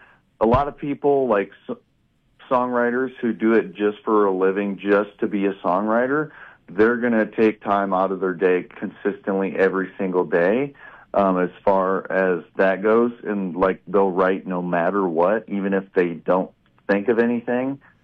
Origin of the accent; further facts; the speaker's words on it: Mitchell, Nebraska, United States; born there; also born or lived in South Dakota; I'm originally from South Dakota, but I went to high school out in Mitchell, Nebraska.